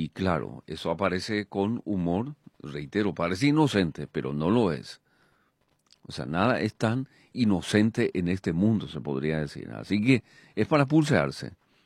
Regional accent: Paraguay; ¿Quiénes somos los paraguayos?

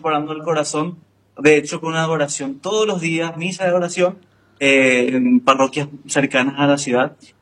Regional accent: Asunción, Paraguay; yo soy de Asunción, de Paraguay, de Barrio Obrero, Cerro Porteño, claramente.

